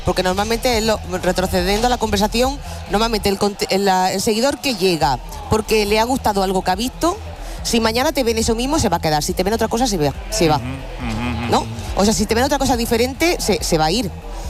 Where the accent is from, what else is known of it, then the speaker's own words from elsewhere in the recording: Guadix, Andalusia, Spain; yo te voy a decir que te vayas a Guadí, que es mi pueblo.